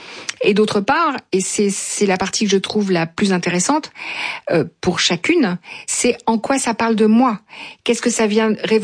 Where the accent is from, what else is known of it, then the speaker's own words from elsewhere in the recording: France; je suis française et que c'est ici que je consulte.